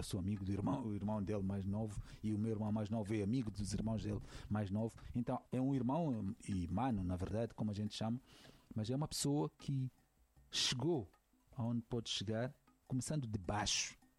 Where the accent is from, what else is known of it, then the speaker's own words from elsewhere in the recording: Mozambique; como dou a um santomense, a um guineense, a um cabo-verdiano, que me pedem, mesmo sendo moçambicano.